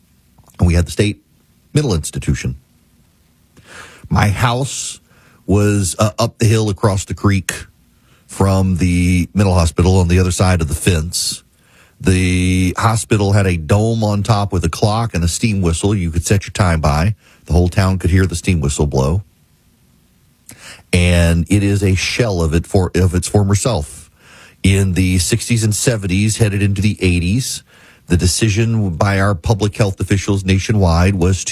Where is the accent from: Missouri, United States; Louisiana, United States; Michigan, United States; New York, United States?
Louisiana, United States; Jackson; moved away as an adult; now in Georgia, United States; I grew up in Dubai. Yeah, we all know. I'm actually from Jackson, Louisiana. Jackson, Louisiana is a poor town from a poor parish in Louisiana.